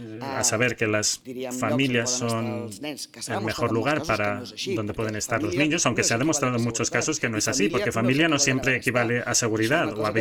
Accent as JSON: {"language": "Spanish", "region": "Catalonia", "country": "Spain", "said": "En mi país nos están dejando menores en la Plaza de Cataluña."}